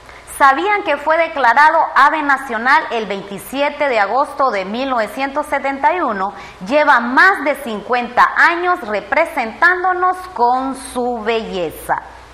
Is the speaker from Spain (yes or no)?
no; Nicaragua; Nuestra ave nacional nos representa como nicaragüenses.